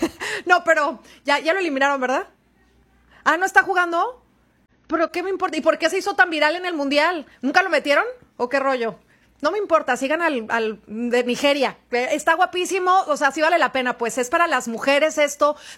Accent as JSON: {"language": "Spanish", "country": "Mexico", "said": "se emocionan de más, así somos los mexicanos, la euforia de México"}